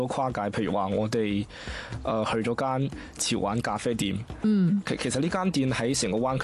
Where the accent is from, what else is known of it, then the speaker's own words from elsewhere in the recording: Guangzhou, Guangdong, China; Hello， 大家好，